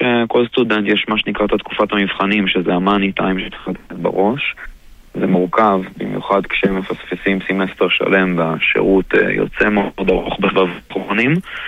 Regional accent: Ra'anana, Central District, Israel; בן 25, מרעננה

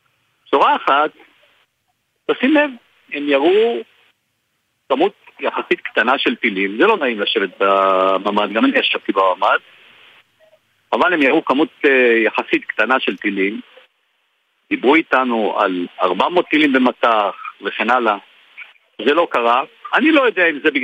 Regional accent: Northern District, Israel; אני גדלתי בצפון דרך כלל, אני נולדתי במושב בליעזר וגדלתי והתחנכתי שם.

